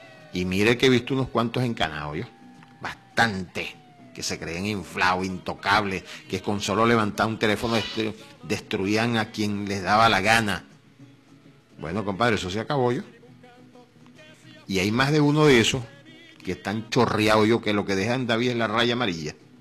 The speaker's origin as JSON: {"language": "Spanish", "country": "Venezuela", "said": "Esos somos los venezolanos."}